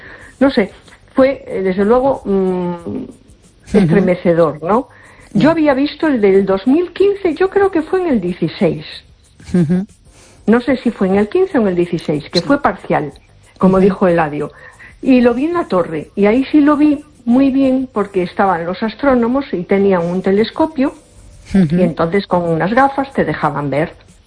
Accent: A Coruña, Galicia, Spain

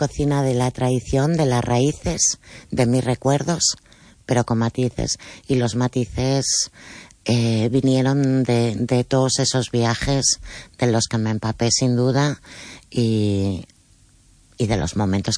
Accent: Moaña, Galicia, Spain; moved away as an adult; also born or lived in Lima, Peru; volví a España, bueno, volví a mi tierra, volví a Galicia, volví a Moaña y volví mayor.

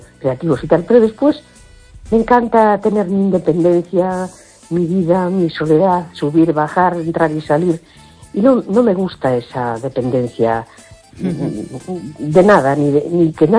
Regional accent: A Coruña, Galicia, Spain; Perdón, ay … de la Coruña.

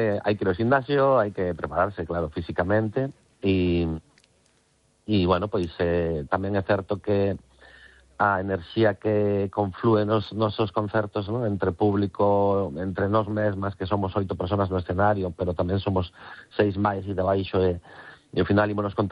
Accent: Galicia, Spain; Entendía que seríamos vascos, pero nada máis, non. Somos galegos, 100%.

